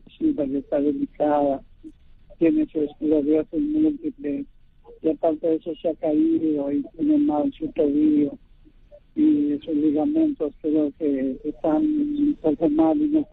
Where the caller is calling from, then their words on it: Chiclayo, Lambayeque, Peru; Estoy llamando de Chiclayo.